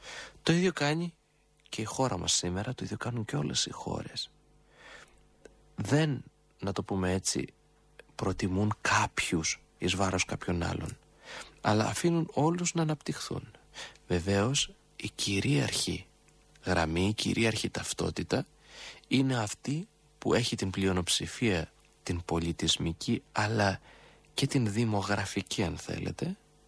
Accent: Greece

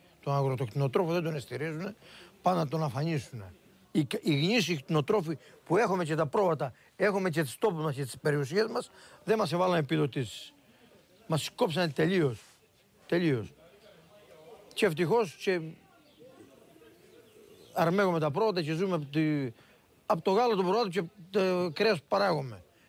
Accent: Vrachas, Greece; Το Βραχάς για μένα είναι η μάνα μου, το χωριό μου είναι σαν τη μάνα μου είναι. Γιατί εδώ γεννήθηκα, εδώ μεγάλωσα και μ' αρέσει το χωριό μου, το πονώ το χωριό μου. Η ζωή μου είναι το Βραχάς εμένα, η ζωή μου. Εδώ είναι.

